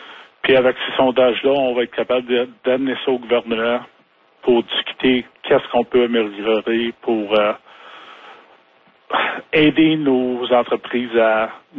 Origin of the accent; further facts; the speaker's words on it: Ottawa, Ontario, Canada; moved away as an adult; now in Timmins, Canada; Moi, je suis natif d'Ottawa. J'ai déménagé ici 14 ans passés.